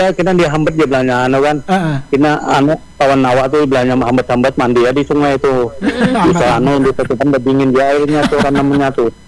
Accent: Banjar, South Kalimantan, Indonesia; first language Banjar; Indonesian is a second language; aku nih orang Banjar asli.

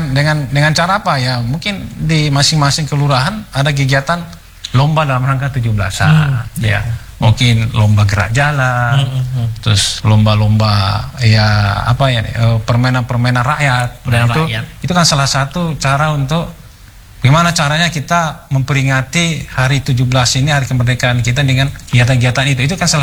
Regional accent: Toraja, South Sulawesi, Indonesia; moved away as an adult; Bukan dari kampung, tapi saya berasal dari desa, dari Toraja

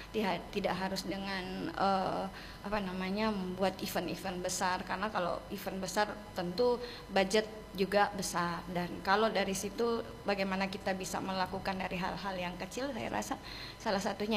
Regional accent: Gorontalo, Indonesia; kami orang Gorontalo didatangi orang luar daerah

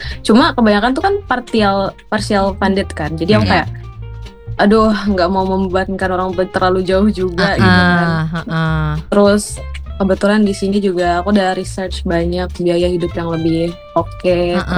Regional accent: Bekasi, West Java, Indonesia; moved away as an adult; now in Tomsk, Russia; Aku Bekasi.

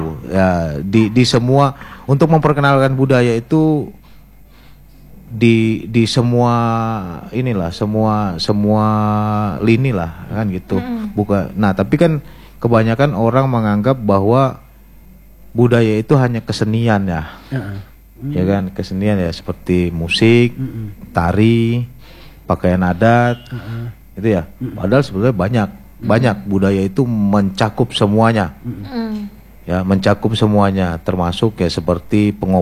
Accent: Balikpapan, East Kalimantan, Indonesia; Nah saya anak mana? Anak Balikpapan. Balikpapan Kalimantan Timur.

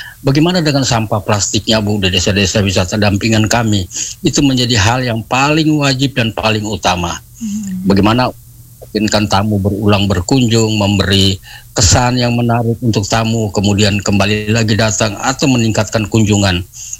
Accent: East Nusa Tenggara, Indonesia; khususnya orang Kabupaten Sika

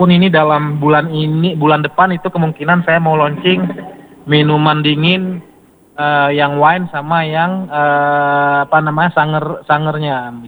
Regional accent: Aceh, Indonesia; dari negeri kita, Gayo

